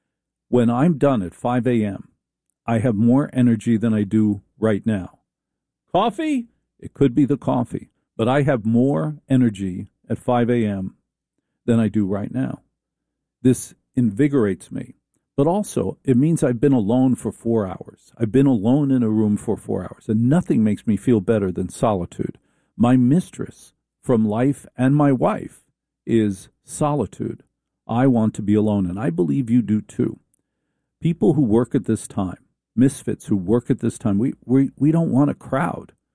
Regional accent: Newark, New Jersey, United States; born there; Not only was I born in Newark, but I was born in a hospital that no longer exists.

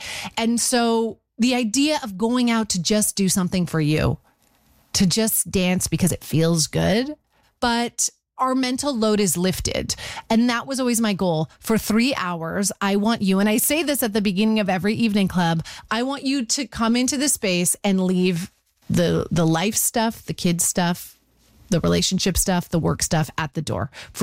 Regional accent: Canada; But for the most part, we're all Canadian women who kind of grew up in the same era.

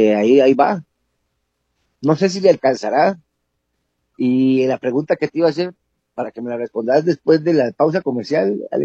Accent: Costa Rica; creo que en la humildad que nosotros como costarricenses debemos

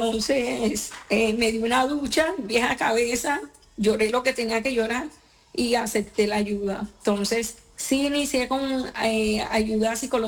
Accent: Ciénaga, Magdalena, Colombia; moved away as an adult; also born or lived in Santa Marta; now in Medellín, Colombia; yo soy de la costa, yo soy repartida en la costa, zona bananera, Ciénaga, Santa Marta

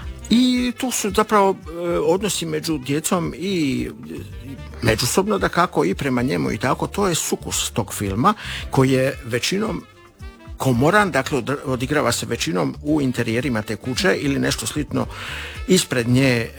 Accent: Dalmatia, Croatia; Ja sam iz Dalmacije

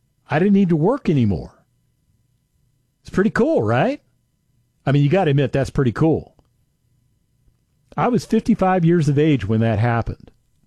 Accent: Las Vegas, Nevada, United States; I grew up in Vegas, so I know all about the risks.

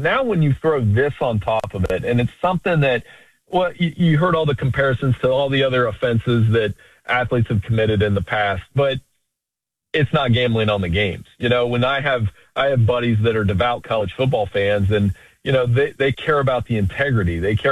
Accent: Ohio, United States; You know, I grew up in Central Ohio. When you grew up in Central Ohio, you learn how to play baseball like Pete Rose.

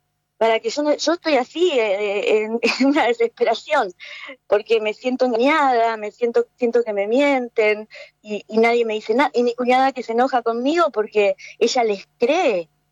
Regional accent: Argentina; Yo soy argentina, tengo toda mi familia es argentina

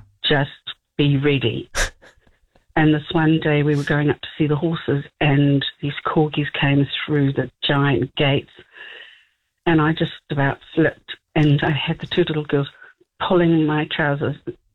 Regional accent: South Africa; now in New Zealand; I'm actually South African and I met my Kiwi husband, he's my ex-husband now, while he was playing rugby in South Africa.

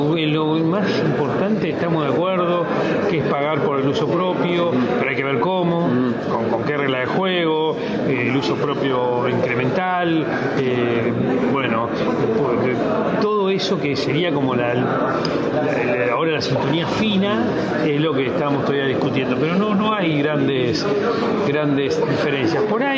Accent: Argentina

